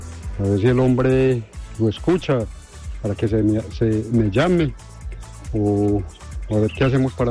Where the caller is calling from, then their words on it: Guática, Risaralda, Colombia; Yo soy de acá de Guatica